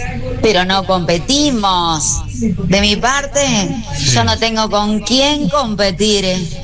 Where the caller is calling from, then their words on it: Santa Fe, Argentina; Soy la santafesina.